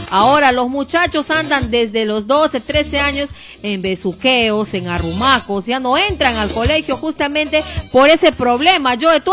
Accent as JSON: {"language": "Spanish", "town": "Pucallpa", "region": "Ucayali", "country": "Peru", "tie": "born or raised there", "said": "Yo soy de Pucallpa, estudiaba en el colegio 1221"}